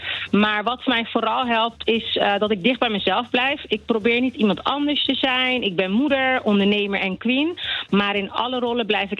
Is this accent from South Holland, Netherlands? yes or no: yes; Rotterdam, South Holland, Netherlands; Ja, ik ben geboren in Nederland, getogen in Rotterdam. Enkel mijn roots zijn van Curaçao en Sint Maarten.